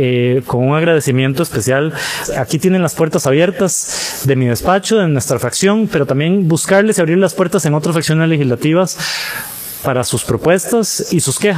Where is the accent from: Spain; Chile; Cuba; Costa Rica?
Costa Rica; Para mí, no como diputado, como costarricense, es un honor ser partícipe